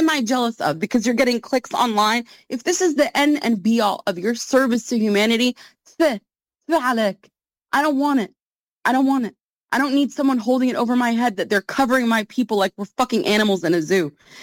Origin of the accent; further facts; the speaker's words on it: United States; Yes, I do speak in English. I was raised in the United States, but I'm Southern Lebanese. I have been raised as a Southern Lebanese person